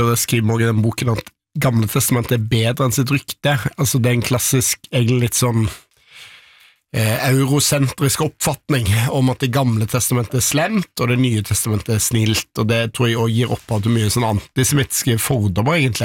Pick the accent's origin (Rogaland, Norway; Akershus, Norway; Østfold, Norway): Rogaland, Norway; Stavanger; also born or lived in Iceland; Jeg kom jo inn på Stortinget som en småbarnsfar, som en stavangermann, som en islending, som alle mulige ting.